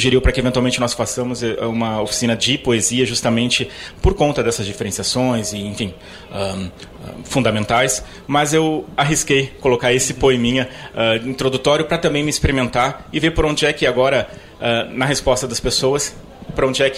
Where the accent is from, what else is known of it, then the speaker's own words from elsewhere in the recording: Porto Alegre, Rio Grande do Sul, Brazil; born there; also born or lived in Rio de Janeiro / São Borja; Então, vivi minha infância muito presente em São Borja, no interior mesmo de São Borja, não só na cidade. Então, me considero um pouco esse pampa urbano, né? Que depois vem para Porto Alegre, cresce aqui